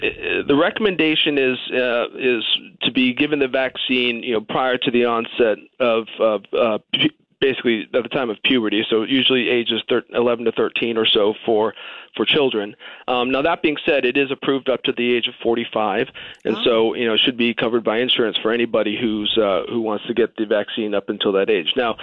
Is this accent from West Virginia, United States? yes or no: no; Boston, Massachusetts, United States